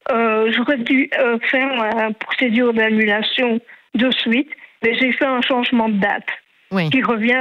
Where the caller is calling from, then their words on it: Nalinnes, Wallonia, Belgium; je viens de Naline.